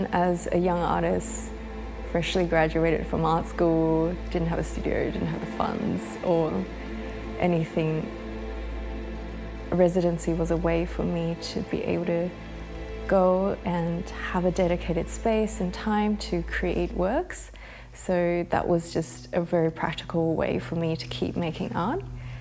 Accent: New Zealand; also born or lived in Taiwan; now in Australia; I was born in Taiwan, grew up in New Zealand, and spent most of my life here in Australia.

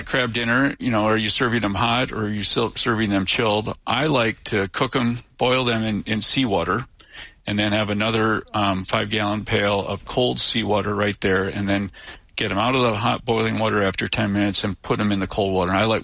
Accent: Midwest, United States; moved away as an adult; now in Seattle, United States; I grew up in the Northern Great Lakes on the North Shore of Lake Michigan.

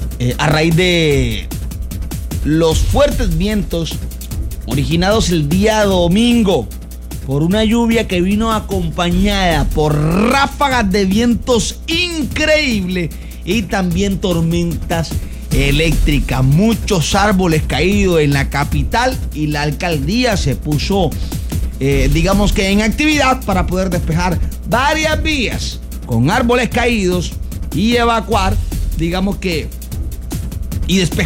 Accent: France; Spanish is a second language; Sí, soy francés.

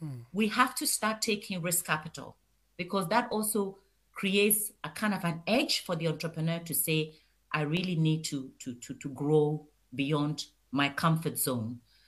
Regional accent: South Africa; as a South African woman in business

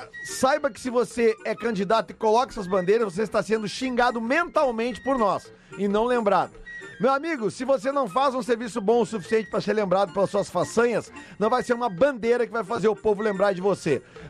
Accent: Palhoça, Santa Catarina, Brazil; Eu sou de Palhoça, aqui em Santa Catarina.

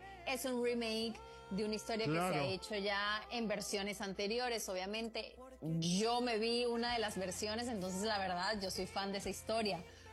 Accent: Venezuela; moved away as an adult; now in Mexico; Wow, trabajando en México ya son 9 años y la verdad que muy agradecida con tu país, un país hermano pues del mío, yo soy venezolana.

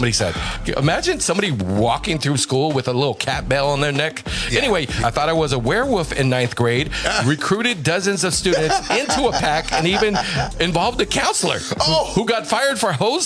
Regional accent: the South, United States; Yeah, and I'm from Southern U.S.

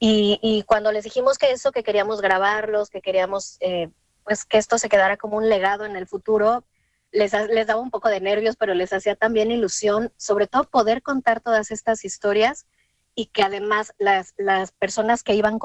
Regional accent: Mexico; moved away as an adult; now in Espronceda, Spain; somos mexicanos los dos y efectivamente llegamos aquí porque la familia de Benjamín tiene sus orígenes en Espronceda, en este pueblo en el que vivimos

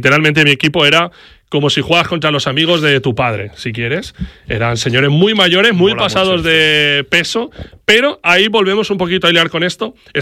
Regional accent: Spain; tú eres español

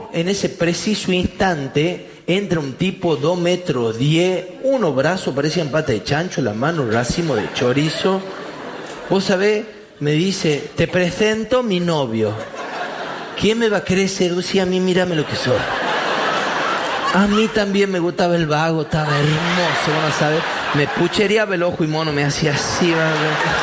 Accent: Tucumán, Argentina; yo como buen tucumano pensando en chorearle algo, obviamente.

